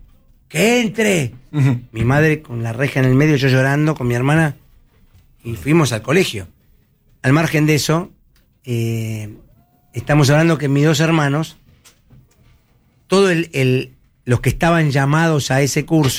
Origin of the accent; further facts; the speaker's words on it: El Palomar, Buenos Aires Province, Argentina; Yo soy de Palomar.